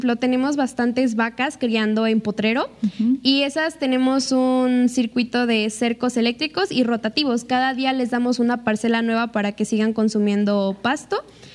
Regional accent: Las Vigas de Ramírez, Veracruz, Mexico; siempre que me preguntan de dónde eres, siempre digo que Las Vigas orgullosamente.

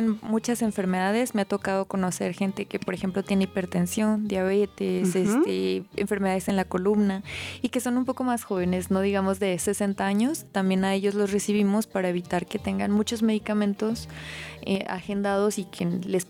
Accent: Zacatecas, Mexico; born there; Sí, soy de aquí de nacimiento

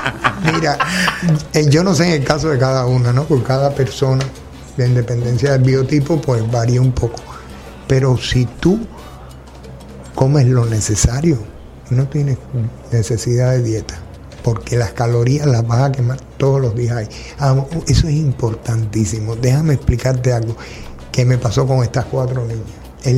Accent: Mexico; porque ya yo soy mexicano y soy campechano desde hace 27 años, tengo pues el corazón mío aquí en esta tierra, con este calor.

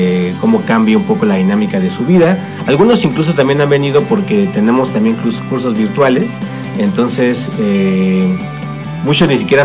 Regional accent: Oaxaca, Mexico; born there; moved away as an adult; also born or lived in Mexico City; now in Taxco, Mexico; yo no nací en la ciudad en la que ahora vivo y que me ha recibido también. Yo nací en Oaxaca, precisamente el estado vecino aquí de Guerrero. Por azares de la vida, como pasan muchas cosas, llegué a estudiar a la Ciudad de México

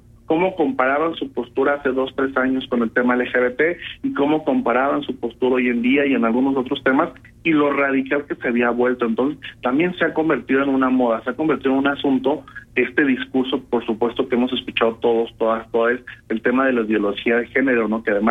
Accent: Durango, Mexico; literalmente entrando a la ciudad de Durango, vengo de precisamente del Orgullo de la Ciudad de México, donde tuvimos la oportunidad de participar más de 50 duranguenses que estuvimos por allá.

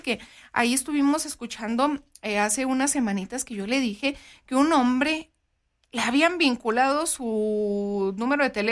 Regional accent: Mexico; born there; que yo soy mexicana, pues nacida aquí en México

